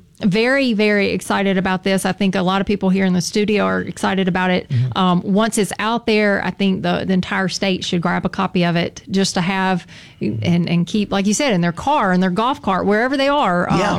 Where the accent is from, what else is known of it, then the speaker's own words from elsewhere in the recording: Mississippi, United States; Growing up in Mississippi, mm-hmm. You kind of just developed a love for snakes.